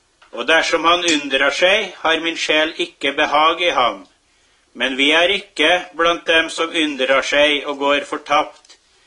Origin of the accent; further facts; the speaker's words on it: Namsos, Trøndelag, Norway; Jeg kommer, som sagt, ifra Namsos I Nord-Trøndelag.